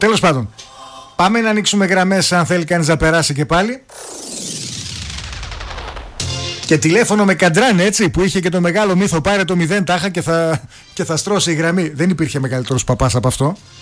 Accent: Thessaloniki, Central Macedonia, Greece; μεγαλώσαμε έτσι στις Αλάνες τότε. Εμείς ειδικά που ήμασταν εδώ, Τούμπα, που ήταν ακόμα, ξέρεις, πολύ, πολύ Αλάνα

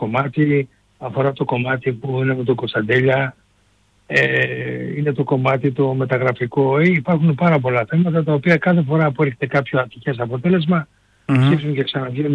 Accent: Greece; γιατί είμαστε Έλληνες.

